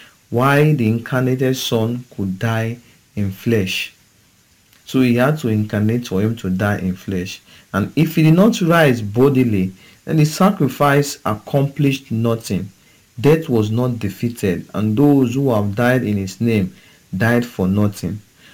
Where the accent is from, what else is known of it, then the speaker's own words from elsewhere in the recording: Okada, Edo, Nigeria; from Okada Town, Nigeria.